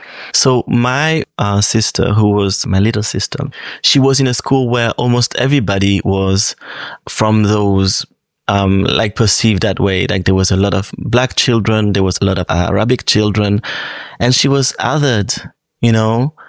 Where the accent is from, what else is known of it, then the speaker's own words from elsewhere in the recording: Romandy, Switzerland; I am from the French part of Switzerland